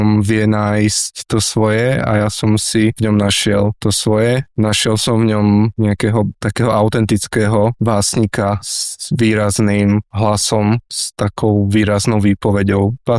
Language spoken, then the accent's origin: Slovak; Šurany, Nitra Region, Slovakia; moved away as an adult; also born or lived in Trnava; now in Bratislava, Slovakia; ako gymnazista, keď som v mojom rodnom meste v Šuranoch